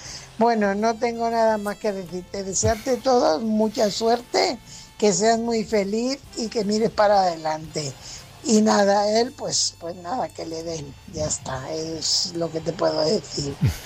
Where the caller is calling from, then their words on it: Fuenlabrada, Community of Madrid, Spain; corresponsal de Fuenlabrada.